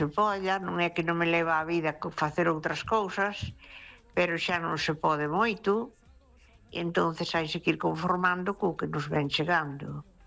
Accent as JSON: {"language": "Galician", "town": "Ferrol", "region": "Galicia", "country": "Spain"}